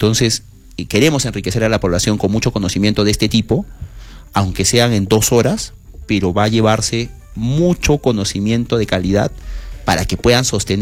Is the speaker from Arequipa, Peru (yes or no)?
yes; Arequipa, Peru; nosotros no nos desalentamos como arequipeños, como empresarios y microempresarios